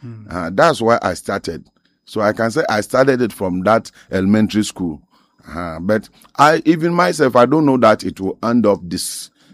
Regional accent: Cape Coast, Central Region, Ghana; also born or lived in Kumasi; also born from Cape Coast, but I was born in Kumasi.

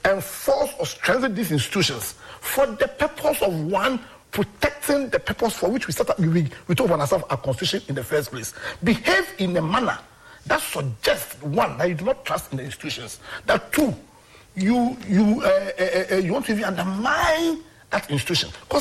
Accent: Ghana; I'm a Ghanaian.

